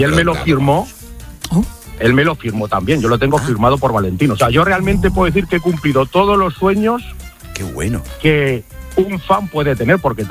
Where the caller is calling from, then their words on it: Cuenca, Castilla-La Mancha, Spain; Pues yo soy de Cuenca